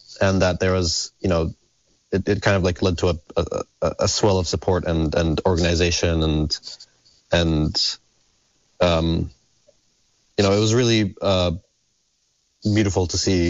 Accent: Palestine; we grew up together in Palestine. We all of us went from, well, Tahsin since kindergarten and Kenan and I since first grade to a Quaker school in Palestine. It's called the Ramallah Friends School.

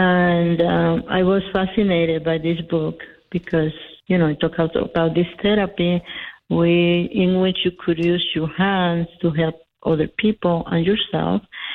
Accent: Dominican Republic; also born or lived in New York City; now in Albuquerque, United States; I'm from the Dominican Republic, and I came to the States via New York City, because my family was living there at the time I came. And then later, my husband and I moved to New Mexico, and that's over 30 years ago.

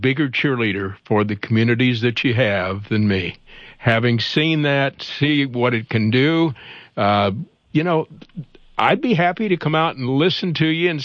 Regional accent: Iowa, United States; I said, I grew up in one in Iowa.

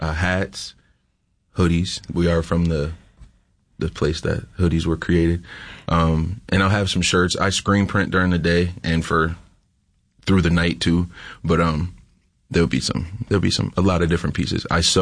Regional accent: Spencerport, New York, United States; I grew up in Rochester, but specifically Spencerport.

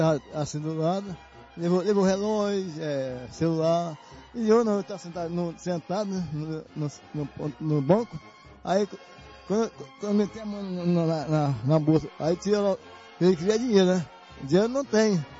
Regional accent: Bom Sucesso, Brazil; Bom Sucesso.

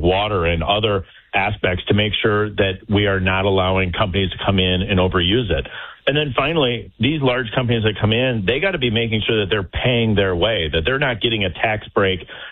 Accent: Wisconsin, United States; So in my home state of Wisconsin, there's a large data center that's being built

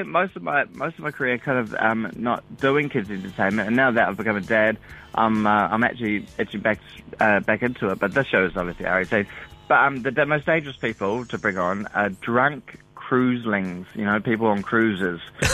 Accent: North Island, New Zealand; now in Warkworth, New Zealand; Yeah, I'm a Kiwi. I'm North Island, but we're going to be relocating down south soon.

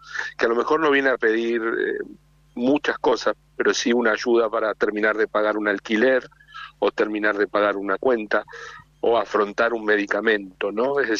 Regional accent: Argentina; now in Mendoza, Argentina; soy originario de Lamba, estoy en Mendoza, ¿no?

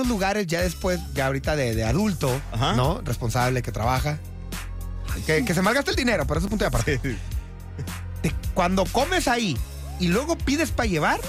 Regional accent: Mexico; como buen mexicano dices, es mejor que sobra que falte

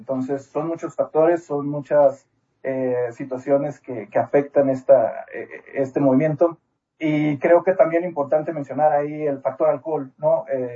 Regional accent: Mexico; es una buena manera de expresar esa emoción que tenemos aquí como mexicanos de tener este evento histórico.

